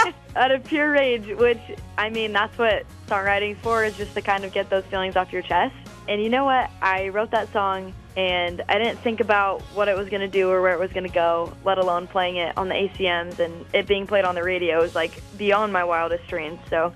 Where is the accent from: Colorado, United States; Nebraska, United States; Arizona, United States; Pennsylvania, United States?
Arizona, United States; I am from Arizona.